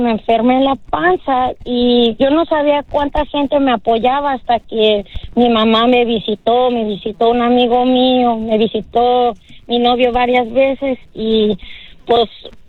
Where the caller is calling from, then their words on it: Chicago, Illinois, United States; Soy de Chicago